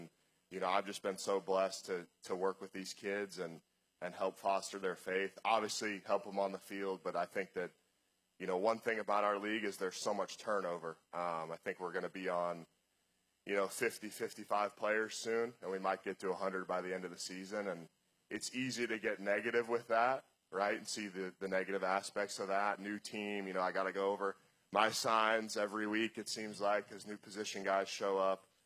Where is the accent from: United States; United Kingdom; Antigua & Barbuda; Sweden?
United States; Champaign, Illinois; I'm the manager for the Larks. I'm from Champaign, Illinois. Grew up in a Lutheran church, K through 8, got confirmed.